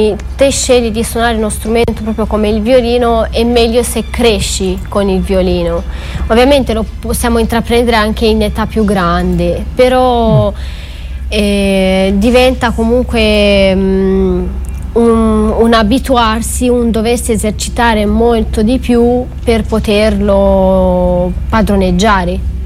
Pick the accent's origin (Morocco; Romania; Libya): Romania; now in Italy; del mio essere proprio rumena